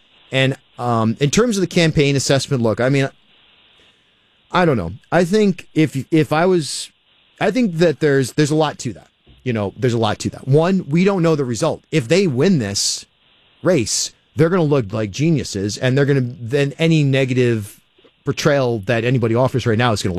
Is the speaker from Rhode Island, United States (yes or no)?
yes; Cumberland, Rhode Island, United States; I'm from Cumberland. I was a mayor there.